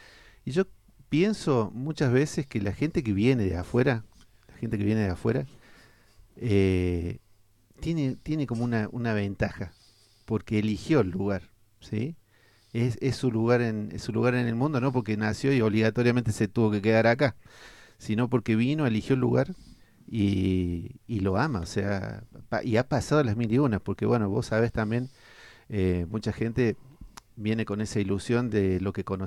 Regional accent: Argentina; also born or lived in Chile; Claro, sí, yo soy nativo de acá de Capilla.

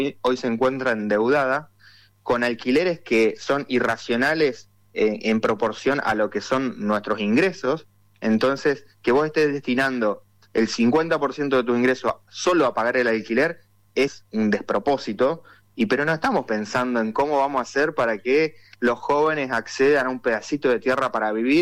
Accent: Argentina

